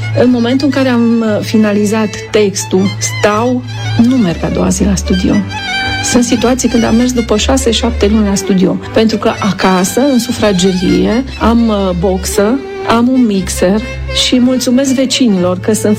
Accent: Turda, Cluj County, Romania; Am vrut să fie așa emblematic, să știe toată lumea că eu vin de la Turda.

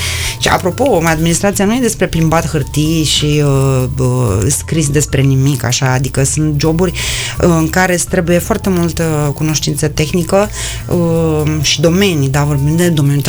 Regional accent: Bucharest, Romania; eu sunt din România, sunt din București.

